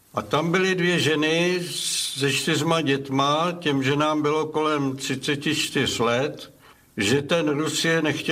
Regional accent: Lovosice, Ústí nad Labem Region, Czechia; born there; first language German; Czech is a second language; my jsme se narodili v Sudetech tím pádem, tedy v těch Lovosicích a stalo se tedy, že naše mateřština byla němčina, protože babička měla taky německé občanství

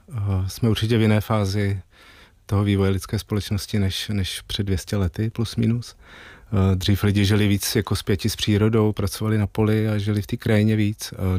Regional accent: Hradec Králové, Hradec Králové Region, Czechia; moved away as an adult; also born or lived in Orlické hory; Já jsem žil do 25 nebo do 20 let v Hradci Králové, strávil jsem dětství v Orlických horách, kde jsme měli chalupu

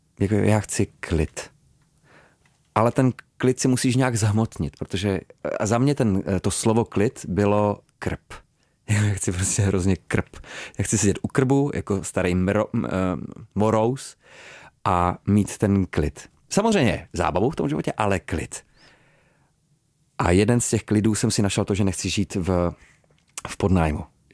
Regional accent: Olomouc, Olomouc Region, Czechia; now in Prague, Czechia; Olomouc je nádherná, zbožňuji jako svoje rodné město, rád se tam vracím za rodičema

